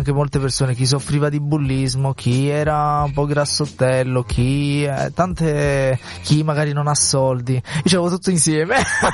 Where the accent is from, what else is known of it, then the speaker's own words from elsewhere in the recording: Southern Italy, Italy; Come si dice giù da noi